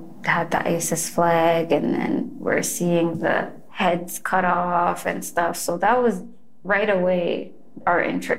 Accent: Canada; I'm as Canadian as it gets, so to me, it was very frustrating and confusing.

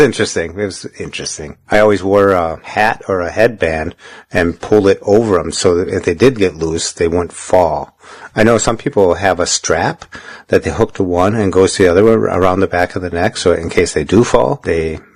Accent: Minnesota, United States; You notice, I'm from Minnesota.

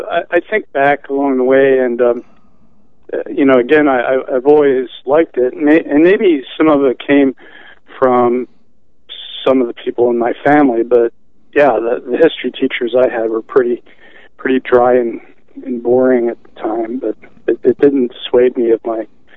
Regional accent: Pennsylvania, United States; moved away; I'm from Pennsylvania originally, grew up on a small farm there near Valley Forge

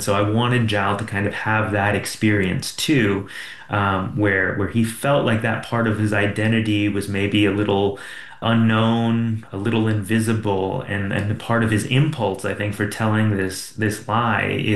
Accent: Phoenix, Arizona, United States; now in Reno, United States; growing up in Phoenix

